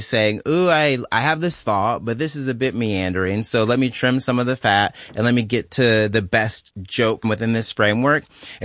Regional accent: Canton, Mississippi, United States; I'm from Canton, Mississippi, where they filmed multiple scenes for Oh Brother, Where Art Thou?

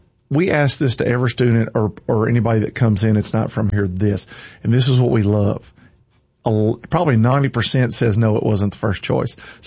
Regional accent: Campbellsville, Kentucky, United States; I grew up in Campbellsville, so I'm considered a city boy.

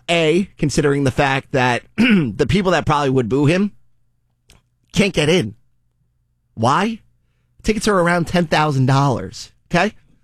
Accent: New York, United States; Here's what I know as a New Yorker. 34 years of going to Madison Square Garden. 18 years of living in that area.

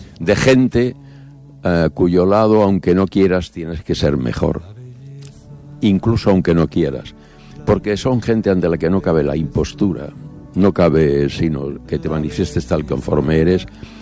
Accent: Chinchón, Community of Madrid, Spain; yo soy de Chinchón, o sea, un pueblo muy cerca del mío

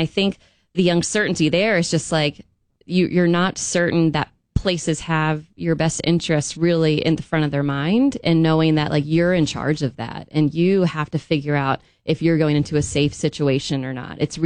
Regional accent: Baltimore, Maryland, United States; moved away as an adult; also born or lived in Mississippi / Tallahassee, Florida; now in East Tennessee, United States; No, I'm from Baltimore. So if you're from the North, you call me Southern. If you're from the South, you call me Northern.

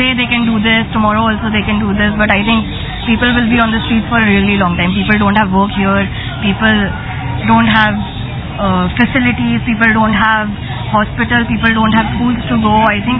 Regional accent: Delhi, India; my age is 25 and I'm from Delhi.

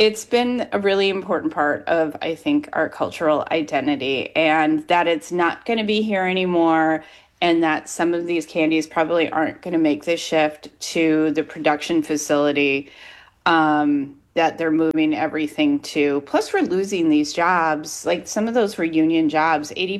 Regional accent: Grand Rapids, Minnesota, United States; growing up in Grand Rapids

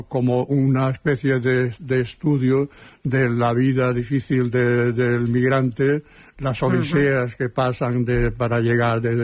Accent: Seville, Andalusia, Spain; now in Barcelona, Spain; intentar liberarse lo mismo que nosotros, claro, cuando vinimos de Sevilla.

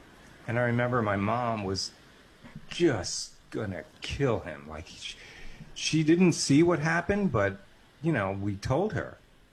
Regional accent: Coney Island, New York, United States; I grew up in Coney Island, so, during the summers, we would literally walk to the beach with my parents

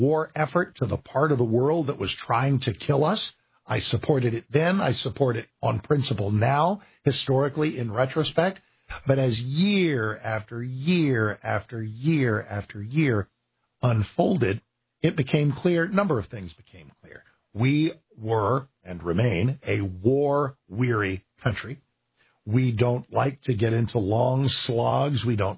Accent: United States; but just as an American, as a person, I'd like sanity returned to the Middle East to the whatever degree is possible.

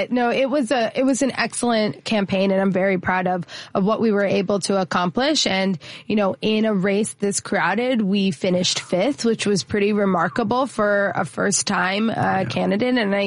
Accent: Chicago, Illinois, United States; And growing up on the Southwest side here in Chicago, I grew up in a working class family.

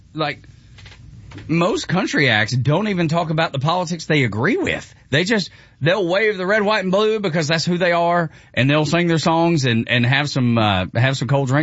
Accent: Tennessee, United States; You know, 50 plus years ago, growing up in East Tennessee.

